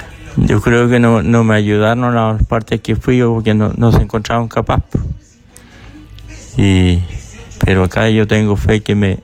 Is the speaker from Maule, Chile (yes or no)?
yes; Teno, Maule, Chile; De la montaña de Teno.